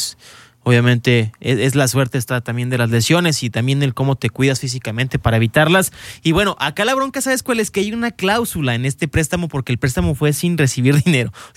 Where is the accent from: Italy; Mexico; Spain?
Mexico; como mexicanos también hay que reconocer que no la pegó